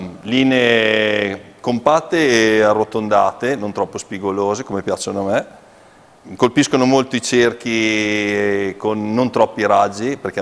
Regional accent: Caorso, Emilia-Romagna, Italy; ho 54 anni, sono di Caorso in provincia di Piacenza.

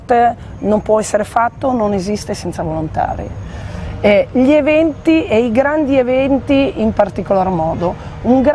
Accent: Imperia, Liguria, Italy; Io sono di Imperia.

